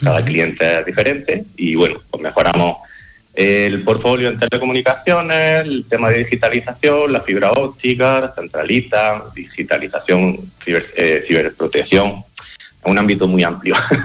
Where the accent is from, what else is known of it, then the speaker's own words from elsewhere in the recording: Jaén, Andalusia, Spain; yo soy de aquí de Jaén